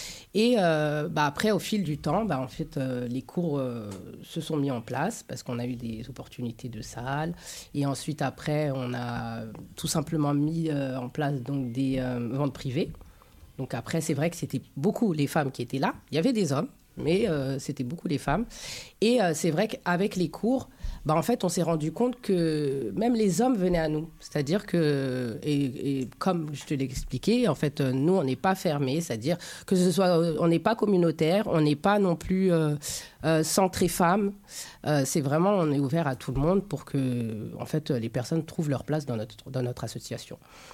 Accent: Paris, Île-de-France, France; born there; moi je suis une parisienne née dans le 18e.

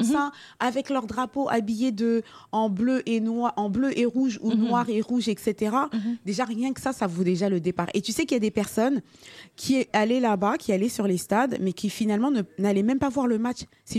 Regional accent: France; parce que sachant qu'en plus on vient de France, il fallait aller là-bas, un appartement, le billet

